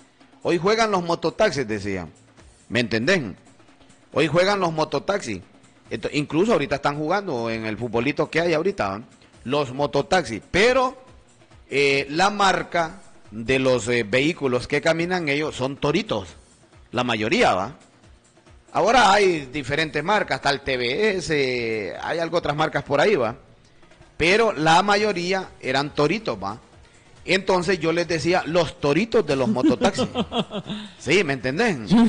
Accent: Honduras

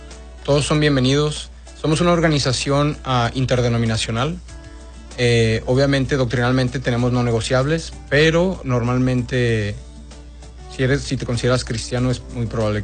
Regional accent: Mexico; Yo como mexicano

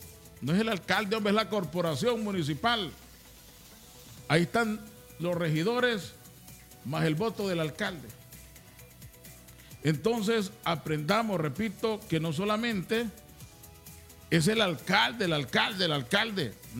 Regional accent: Olanchito, Yoro, Honduras; aquí vivimos, aquí nacimos, aquí crecimos y muchos aquí vamos a morir.

